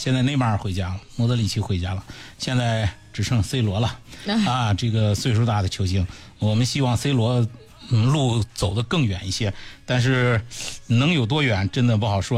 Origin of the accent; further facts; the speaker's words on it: China; 用我们中国人的话说